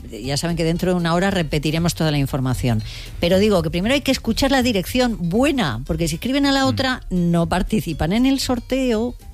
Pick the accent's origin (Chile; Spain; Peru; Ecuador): Spain; Cervera, Catalonia; moved away; en Cervera, en Lleida, que es mi pueblo